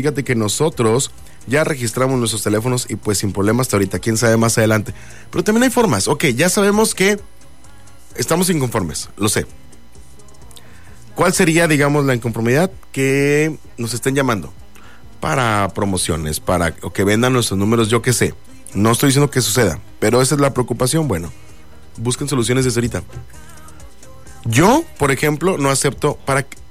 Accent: Mexico; Somos mexicanos

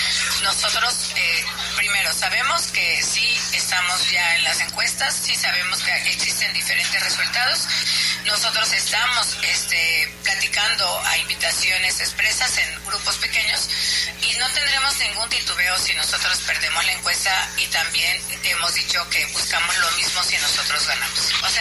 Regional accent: Guerrero, Mexico; also born or lived in Mexico City; para su servidora es fundamental que la gente de Guerrero sepa pues que no soy una improvisada, que me fui a la Ciudad de México, que he trabajado también allá

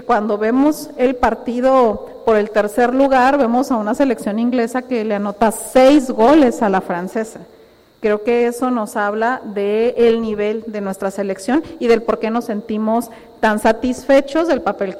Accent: Mexico; el Mundial yo creo que a todos nos dejó como mexicanos un buen sabor de boca

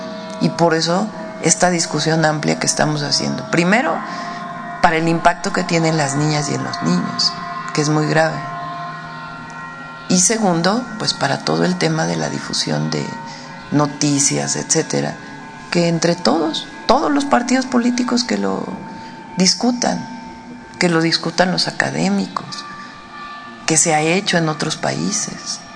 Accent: Mexico; pero lo que más creo que debe interesarnos como mexicanas y mexicanos es cómo opera la propagación de estas noticias.

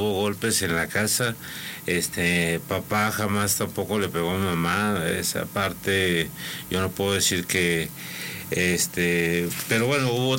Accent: Aguascalientes, Mexico; Y papá, ellos eran de Zacatecas, nosotros nos quedamos aquí en Aguascalientes, todos mis hermanos somos cuatro, nacimos aquí en Aguascalientes

